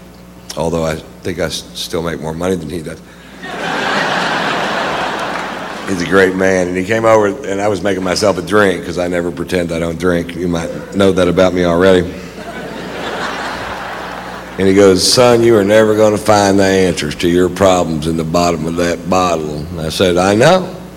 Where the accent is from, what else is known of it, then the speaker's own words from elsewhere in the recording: Southern United States, United States; Well, I was raised in the South